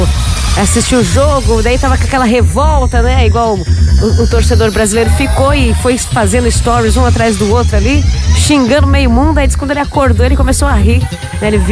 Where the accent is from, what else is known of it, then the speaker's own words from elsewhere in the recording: Brazil; Eu sou brasileira.